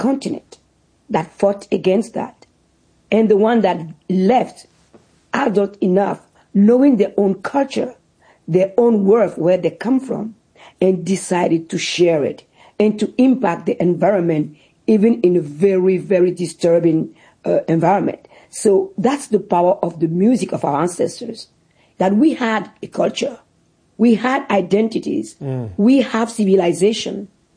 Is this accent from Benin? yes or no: yes; Benin; English is a second language; I'm still that curious little girl growing up in Benin asking relentlessly questions